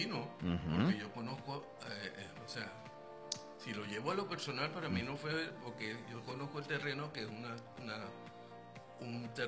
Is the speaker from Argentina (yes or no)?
no; Venezuela; ahí había habíamos como 30 venezolanos, jóvenes, todos, ¿qué? 23, 24 años, 25 años.